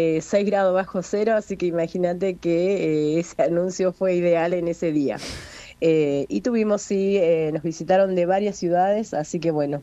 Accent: Las Plumas, Chubut, Argentina; yo soy nacida y criada acá en Las Plumas, hoy tengo 47 años.

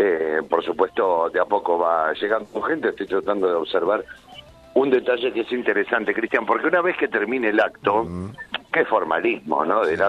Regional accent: Argentina

